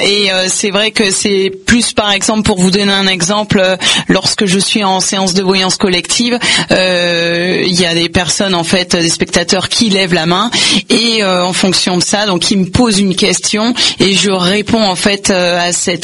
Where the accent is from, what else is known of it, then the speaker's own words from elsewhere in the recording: Angers, Pays de la Loire, France; born there; je suis née sur Angers, et je pratique en fait la voyance en France